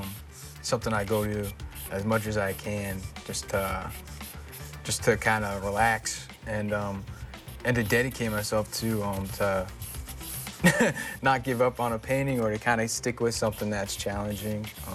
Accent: Westport, Massachusetts, United States; I'm from Westport, Mass. That's where I'm coming from.

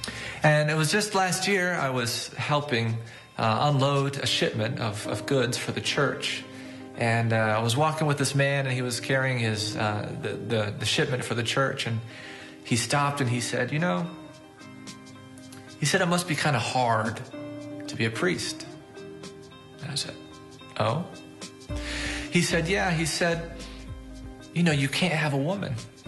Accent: Owensboro, Kentucky, United States; I'm originally from Owensboro, and I'm presently a priest at Saints Joseph and Paul in Owensboro, Kentucky.

